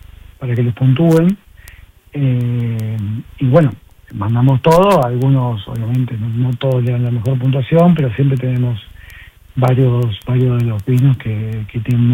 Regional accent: Buenos Aires, Argentina; yo soy de Buenos Aires

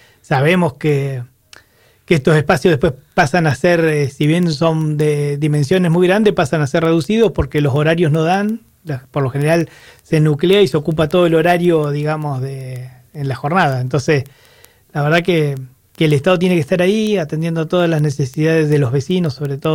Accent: Puerto San Julián, Santa Cruz, Argentina; born there; soy nacido en Puerto San Julián, así que santacruceño acostumbrado.

